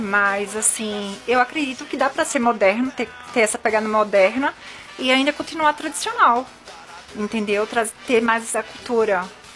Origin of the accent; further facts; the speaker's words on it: Recife, Pernambuco, Brazil; now in Caruaru, Brazil; Eu sou de Recife, então assim, eu vinha de férias pra cá